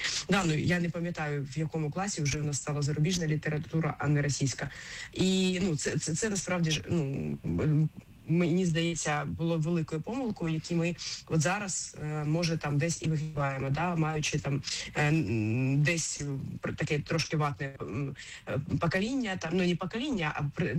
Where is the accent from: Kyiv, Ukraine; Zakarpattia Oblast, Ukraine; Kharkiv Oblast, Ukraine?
Kharkiv Oblast, Ukraine; Kharkiv; Я сама з Харкова родом, і треба сказати, що коли я в дитинстві